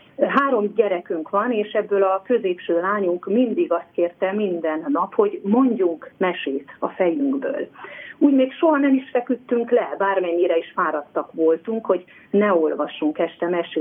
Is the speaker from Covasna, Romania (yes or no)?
yes; Kisbacon, Covasna, Romania; Ahogy említettem is, ott születtem Kisbaconban. Ott nőttem fel